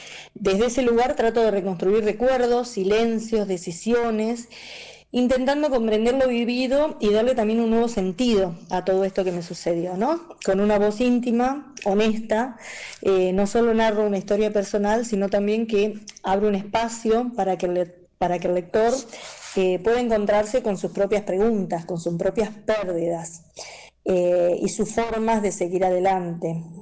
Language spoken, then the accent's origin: Spanish; Carlos Tejedor, Buenos Aires Province, Argentina; now in La Plata, Argentina; soy de Carlos Tejedor, provincia de Buenos Aires, pero hace 40 años que vivo en la ciudad de Las Diagonales, ciudad que amo y donde he formado familia, estudios y demás.